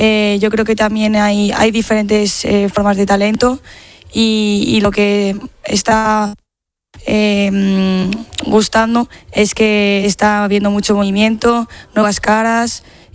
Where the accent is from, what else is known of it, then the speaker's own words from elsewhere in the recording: Madrid, Community of Madrid, Spain; Eso es. Yo soy de Madrid.